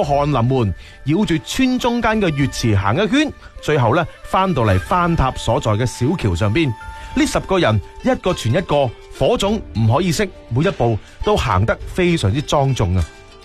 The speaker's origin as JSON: {"language": "Cantonese", "town": "Foshan", "region": "Guangdong", "country": "China"}